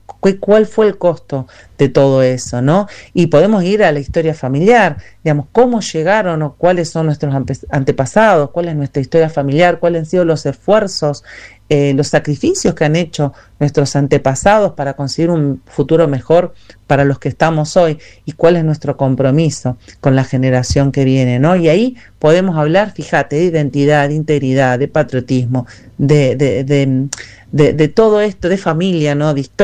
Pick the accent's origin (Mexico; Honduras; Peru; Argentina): Argentina; podemos hablar sobre el valor de nuestra identidad como argentinos